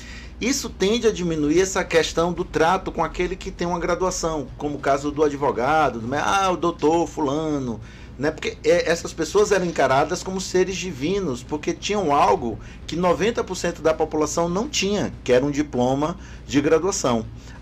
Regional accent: Jacareci, Brazil; moved away; also born or lived in Assis; Sou de Jacareci.

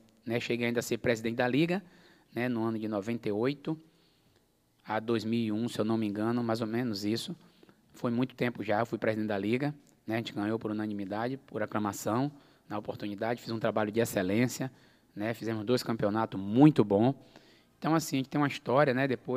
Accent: Salvador, Bahia, Brazil; moved away; Quando eu vim de Salvador para aqui, né?

